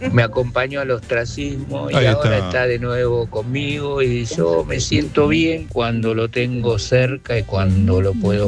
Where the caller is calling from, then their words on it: Buenos Aires, Argentina; Hola, hola, buenas noches … de Villa Crespo.